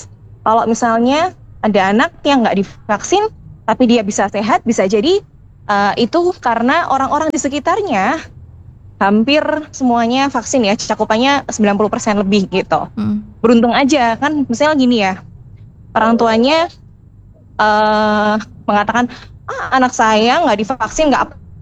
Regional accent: Surakarta, Central Java, Indonesia; karena saya kan dari Solo ya, kemarin itu di Jawa Tengah sama Jogja itu sempat diberikan untuk anak SD.

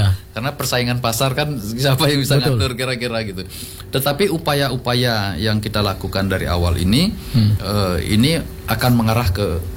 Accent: Lampung, Indonesia; born there; also born or lived in Nusa Penida, Bali; walaupun saya orang Bali gitu, orang tua yang dari Bali, saya lahir di Lampung, kira-kira gitu. Saya lahir di Lampung. Kampung saya di Bali itu, di Nusa Penida itu, Nusa Lembongan

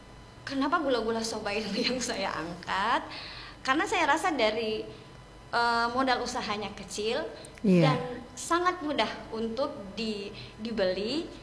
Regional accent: Gorontalo, Indonesia; Contoh kita sendiri orang Gorontalo rasanya ya banyak anak-anak yang malu berbahasa Gorontalo.

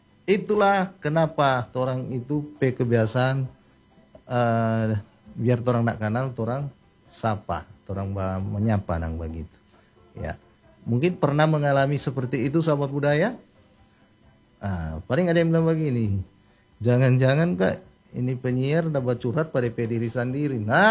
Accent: North Sulawesi, Indonesia; torang orang Manado atau torang orang Sulawesi Utara

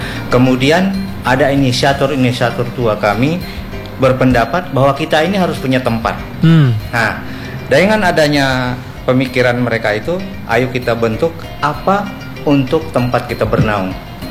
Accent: Central Kalimantan, Indonesia; now in East Kalimantan, Indonesia; saya orang Dayak Maanyan, tapi sudah di perantauan ini kurang lebih 32 tahun.

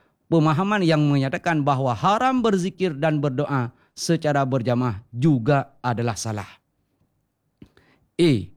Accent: Aceh, Indonesia; Kita orang Aceh, orang Indonesia.

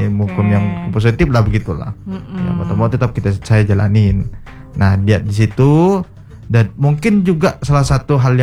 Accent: Sintang, West Kalimantan, Indonesia; saya, Kak, karena berasal dari Sintang lah ya. Karena Sintang ini kan, bahkan wilayah Kalimantan Barat ini, Sintang termasuk regional 3T.

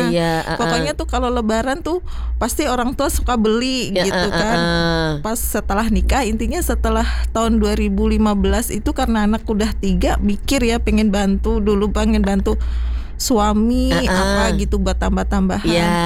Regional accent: Demak, Central Java, Indonesia; moved away as an adult; also born or lived in Jakarta; now in Tambun, Indonesia; Asli Jawa Demak.

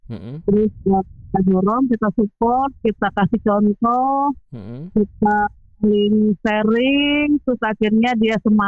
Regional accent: Jakarta, Indonesia; Jadi, saya kan itu Betawi

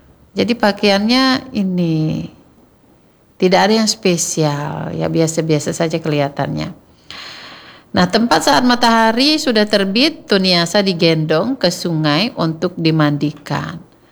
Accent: Bali, Indonesia; Sama dengan kita, kalau kita orang Bali Hindu itu ada namanya upacara potong gigi.

